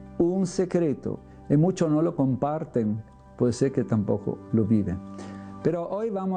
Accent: Brooklyn, New York, United States; Yo vengo, soy de New York, mejor vengo de Visitation, Richard Street 98, Brooklyn.

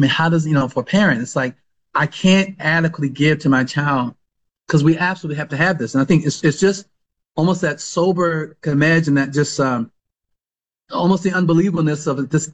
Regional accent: United States; especially, you know, growing up in the West, growing up in the United States

